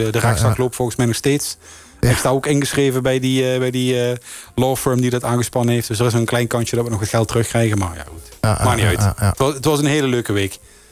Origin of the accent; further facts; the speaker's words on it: Netherlands